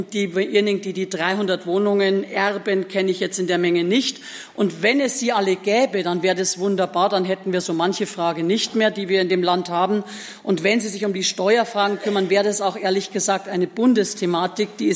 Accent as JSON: {"language": "German", "country": "Germany", "said": "außer dass wir als Deutsche dort uns hingegangen sind"}